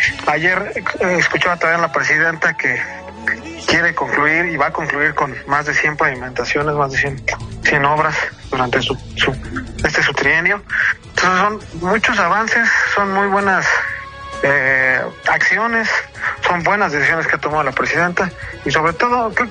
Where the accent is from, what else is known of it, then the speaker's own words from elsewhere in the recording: Mexico; yo soy de aquí de San Martín, Cuautlán